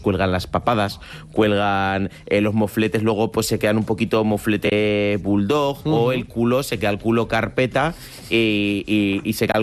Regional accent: Santander, Cantabria, Spain; Yo soy de Santander, Cantábrico.

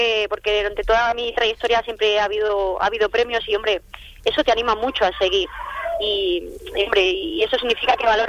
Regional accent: Laguna de Duero, Castile and León, Spain; en mi pueblo, en Laguna de Duero

